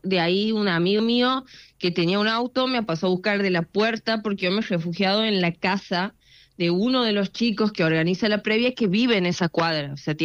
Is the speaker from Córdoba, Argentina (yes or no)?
no; Santiago del Estero, Argentina; moved away as an adult; now in Buenos Aires, Argentina; Yo soy de Santiago del Estero. Yo me he venido a vivir a Buenos Aires como hace 3 años, ponele.